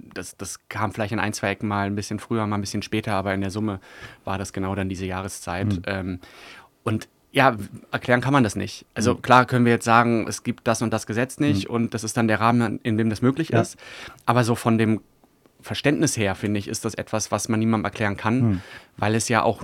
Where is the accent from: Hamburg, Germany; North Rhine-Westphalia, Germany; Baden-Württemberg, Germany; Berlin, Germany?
Berlin, Germany; Also ich bin in Kreuzberg groß geworden und da aufgewachsen